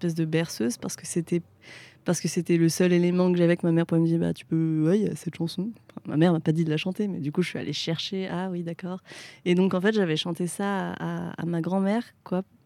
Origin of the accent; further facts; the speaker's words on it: France; ce fait que je peux pas communiquer autant dans ma manière dont j'ai grandi en France, parce que l'éducation, mais aussi au Vietnam en fait, parce que je peux pas parler vietnamien.